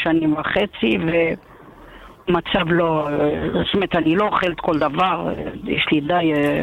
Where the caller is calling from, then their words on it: Central Israel, Israel; אני ממרכז הארץ, עברתי אבלציה לפני 3 שבועות, וחלילה לנהוג, אני בגיל 74, כן?